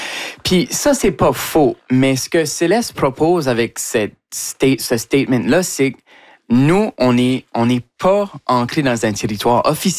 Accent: Canada; Acadienne. Écoute, si je viens ici de parler de l'Acadie, faut que je represente là avec la merch de mon peuple.

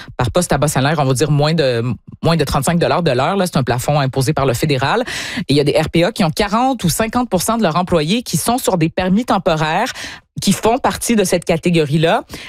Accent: Montreal, Quebec, Canada; Il y a 4 séries filmées chez nous à Montréal cet été

